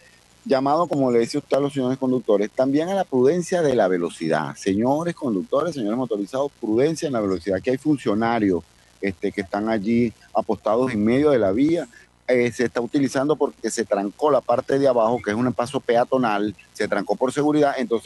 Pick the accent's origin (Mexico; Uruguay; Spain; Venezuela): Venezuela; A veces somos los venezolanos, algunos venezolanos que tienen sus criterios propios que no son los más adecuados.